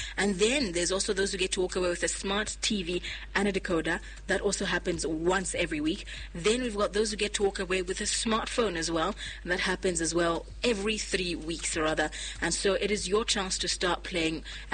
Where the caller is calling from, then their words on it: Zambia; I'm calling from Winvig, Zambia.